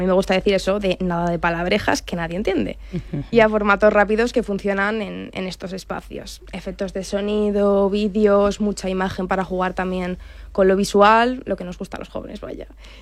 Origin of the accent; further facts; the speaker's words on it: Alicante, Valencian Community, Spain; vamos a charlar, como decimos en Alicante, en mi tierra, bastante hoy, seguro.